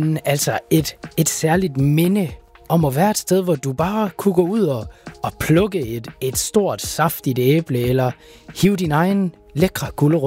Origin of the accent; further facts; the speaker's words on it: Thyborøn, North Denmark Region, Denmark; Thyborøn, hvor jeg er fra.